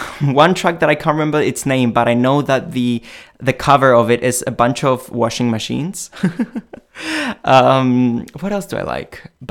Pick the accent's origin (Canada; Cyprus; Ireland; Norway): Cyprus; I am from Cyprus after all, and I'm very good at keeping up with high degrees of Celsius